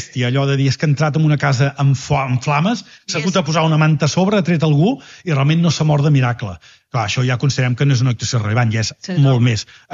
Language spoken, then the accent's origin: Catalan; Mataró, Catalonia, Spain; Són la festa major de la Mercè, que soc de Mataró.